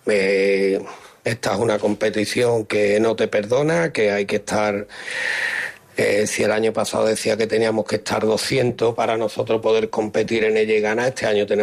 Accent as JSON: {"language": "Spanish", "country": "Spain", "lives_now": "Ceuta, Spain", "said": "como español te llena de orgullo, y como caballa que me considero también"}